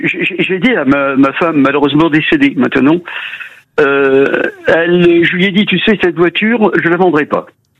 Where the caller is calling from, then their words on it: Nouvelle-Aquitaine, France; je suis de Gironde.